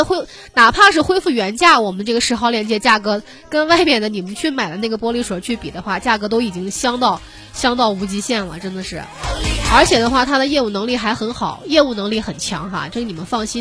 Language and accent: Chinese; Lanzhou, Gansu, China; 那我也是兰州的哈